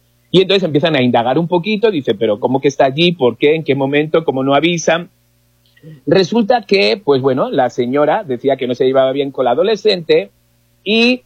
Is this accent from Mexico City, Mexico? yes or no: no; Catemaco, Veracruz, Mexico; Pues voy porque soy de rey del Pride, de Catemaco.